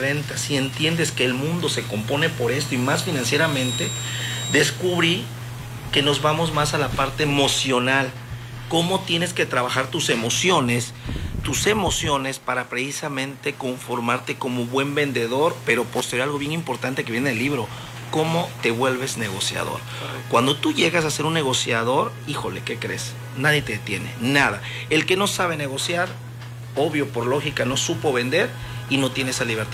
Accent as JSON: {"language": "Spanish", "region": "Veracruz", "country": "Mexico", "said": "siendo veracruzano, siendo jarocho, ¿verdad? De hueso colorado."}